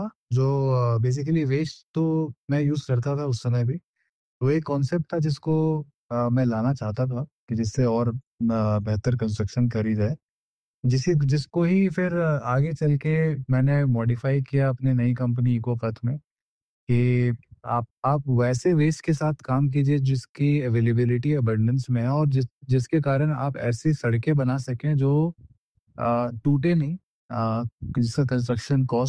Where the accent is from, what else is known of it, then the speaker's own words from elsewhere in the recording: Ranchi, Jharkhand, India; moved away as an adult; now in Bangalore, India; तो मैं बेसिकली झारखंड रांची से आता हूँ, मेरी परवरिश वहीं हुई थी। उसके बाद फिर मैं 2010 में बैंगलोर आया अपनी इंजीनियरिंग की पढ़ाई करने के लिए।